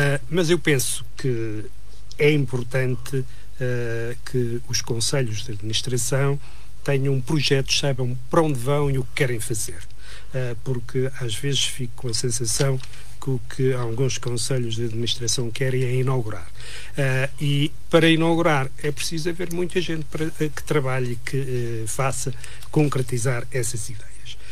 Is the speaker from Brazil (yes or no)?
no; Madeira, Portugal; moved away; Eu sou madeirense